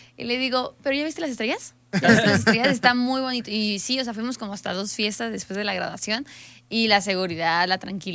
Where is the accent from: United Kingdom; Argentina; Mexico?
Mexico; Mexico City; De la Ciudad de México.